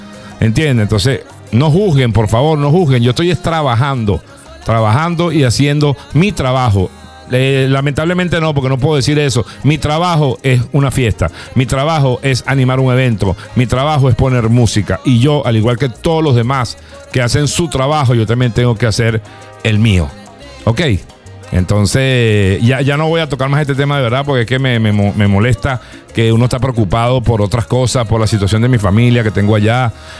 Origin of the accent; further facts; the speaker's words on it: La Guaira, Vargas, Venezuela; born there; moved away; Nací en La Guaira, tengo mi familia en La Guaira